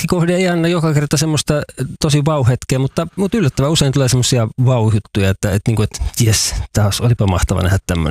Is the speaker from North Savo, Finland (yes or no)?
no; Vantaa, Uusimaa, Finland; now in Kainuu, Finland; Mä oon siis Vantaalta kotoisin, vaikka asun nykyään Kainuussa.